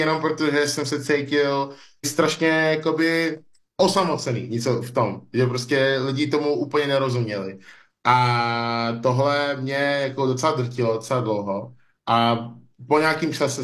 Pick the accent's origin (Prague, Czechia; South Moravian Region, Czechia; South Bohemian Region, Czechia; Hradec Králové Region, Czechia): Prague, Czechia; rodiči se tady stěhovali, no předtím, než jsem se narodil, já jsem se narodil v Lesíce, prostě tady jsem vyrostl a táta je pastor